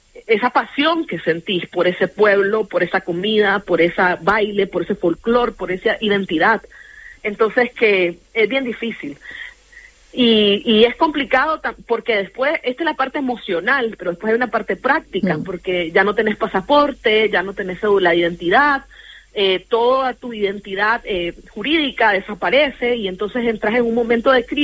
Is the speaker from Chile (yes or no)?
no; Nicaragua; moved away; la misma condición que yo como nicaragüense